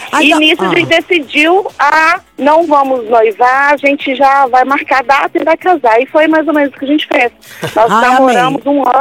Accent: Contagem, Minas Gerais, Brazil; Então, eu sou de Contagem. No momento eu tô em Betim, que eu trabalho um pouquinho longe de casa, mas eu sou de Contagem.

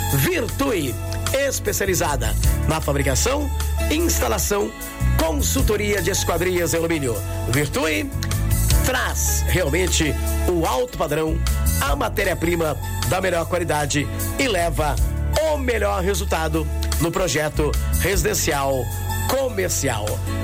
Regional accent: Descalvado, São Paulo, Brazil; moved away; Descalvado, minha terra querida, amada, onde tudo começou em minha vida.

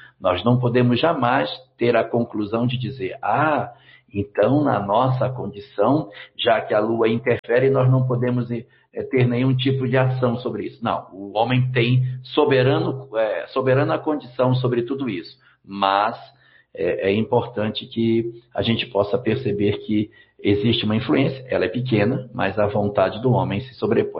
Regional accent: Cacoal, Rondônia, Brazil; Cacoal, cidade linda, cheia de jardins belíssimos.

